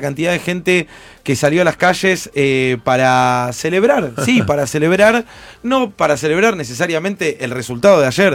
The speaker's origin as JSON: {"language": "Spanish", "country": "Argentina"}